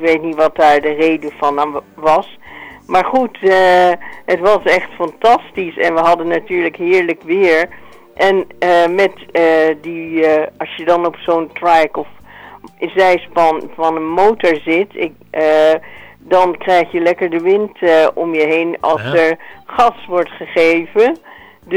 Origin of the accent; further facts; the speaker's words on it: Gelderland, Netherlands; Ik kom een beetje uit de Achterhoek.